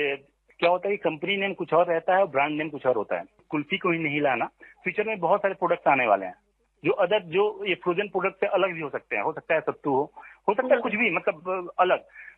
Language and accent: Hindi; Motihari, Bihar, India; मैं भोजपुरी बोलता हूँ, बेसिकली मैं मोतिहारी से बिलोंग करता हूँ।